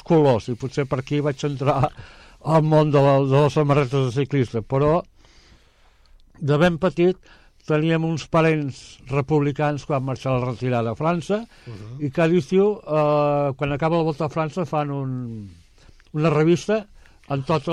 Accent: Vilanova i la Geltrú, Catalonia, Spain; Vaig néixer a Vilanova perquè meu pare va anar a treballar a Pirelli, i per no anar i venir cada dia, doncs va decidir agafar llogar un pis a Vilanova, i llavors allà vaig néixer, allà em vaig criar

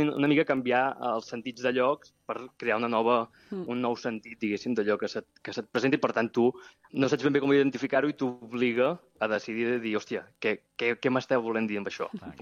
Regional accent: Mataró, Catalonia, Spain; born or raised there

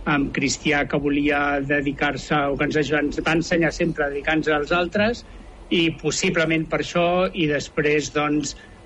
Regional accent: Sant Cugat del Vallès, Catalonia, Spain; born there; moved away; also born or lived in Barcelona; jo vaig néixer a Barcelona, vaig viure els meus primers 10 anys a Montornès del Vallès, i després vaig canviar de Vallès i he estat i crescut a Sant Cugat del Vallès.

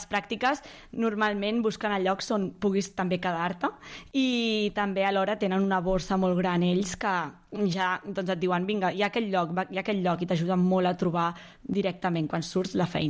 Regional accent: Caldes, Catalonia, Spain; Jo soc d'aquí Caldes, i llavors volia fer primer aquí Caldes de, doncs, veure... és el meu poble, i llavors era on sentia que estava més segura.

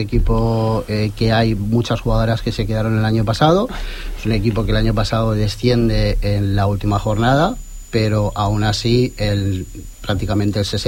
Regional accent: L'Hospitalet de Llobregat, Catalonia, Spain; porque nosotros somos de Hospitalet y al final, pues bueno, hemos dado un paso hacia adelante

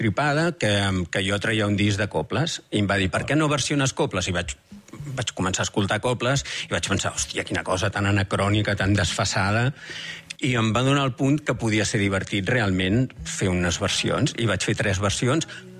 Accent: Barcelona, Catalonia, Spain; born there; now in Sant Quirze Safaja, Spain

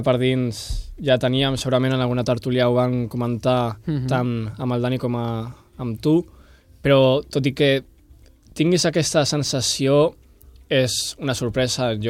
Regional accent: Sant Joan, Catalonia, Spain; Jo sóc de Sant Joan

